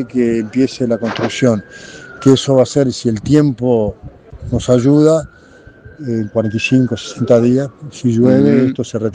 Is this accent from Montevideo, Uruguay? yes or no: yes; Montevideo, Uruguay; born there; nací en el Cerro